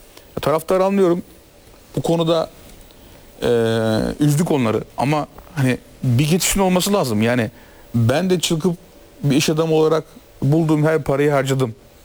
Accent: Trabzon, Turkey

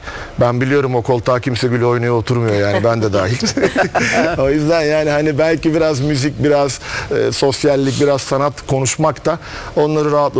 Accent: Biga, Çanakkale, Turkey; born there; Ben Çanakkale Biga doğumluyum. Biga'da o zamanlar gitar alınacak bir mağaza falan yok.

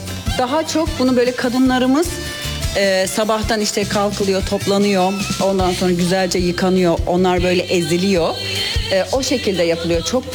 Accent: Gölpazarı, Bilecik, Turkey

